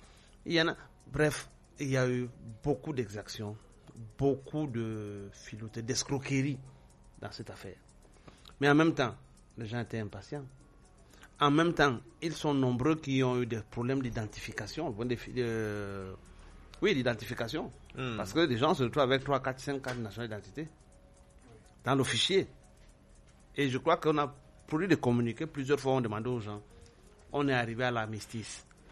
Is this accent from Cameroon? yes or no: yes; Cameroon; Dès que je suis Camerounais à vie.